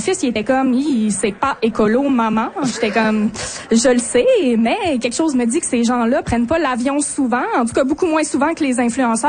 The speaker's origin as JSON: {"language": "French", "region": "Quebec", "country": "Canada", "said": "Moi, je viens de là. Je viens pas des Bergeron, mais je viens de la Haute-Côte-Nord."}